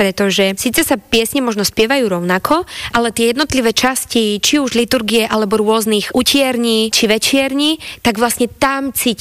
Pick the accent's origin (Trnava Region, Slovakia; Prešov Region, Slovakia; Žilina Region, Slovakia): Prešov Region, Slovakia; Šarišský Jastrabie; kantoroval u nás v Šarískom Jastrbi v našej cerkvi Uspenia a Presvätej Bohorodici. Tam som vlastne ako 3-4 ročná približne sadla k nemu do lavice a to mi ostalo pomaly skoro do dnes.